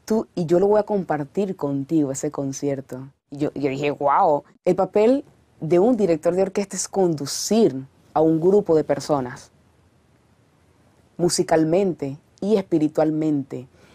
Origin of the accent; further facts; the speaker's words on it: Venezuela; Era mi primera vez saliendo de Venezuela y montándome en un avión.